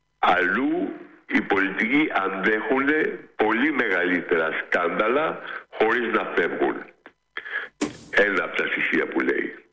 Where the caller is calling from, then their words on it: Athens, Attica, Greece; also born or lived in Patisia; Πρώην από Πατήσια.